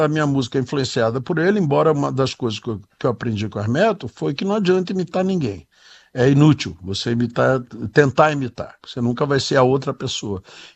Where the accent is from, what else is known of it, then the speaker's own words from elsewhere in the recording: Rio de Janeiro, Brazil; o povo do Rio, que é a minha terra, né?